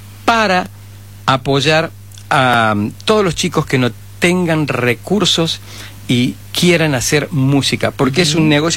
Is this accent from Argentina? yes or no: yes; Córdoba, Argentina; Siendo cordobesa, teniendo... nadie nunca nos llamó y nos dijo, o nos hizo una nota en un diario, supongo.